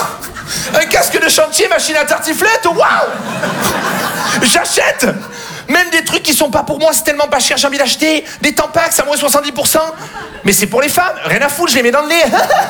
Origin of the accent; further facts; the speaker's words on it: Marseille, Provence-Alpes-Côte d'Azur, France; parce que chez moi, à Marseille, la ceinture, ça ne sert à rien.